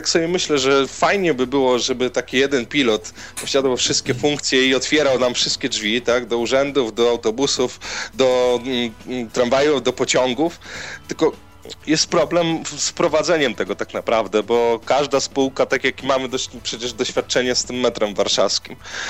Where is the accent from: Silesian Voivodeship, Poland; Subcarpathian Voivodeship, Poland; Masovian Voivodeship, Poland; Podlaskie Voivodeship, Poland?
Podlaskie Voivodeship, Poland; Białystok